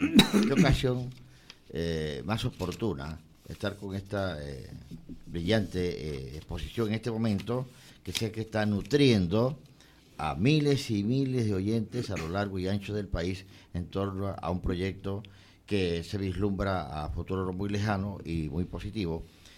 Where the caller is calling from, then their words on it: Macaracas, Los Santos, Panama; ciudadano panameño, vivo en Macaracas.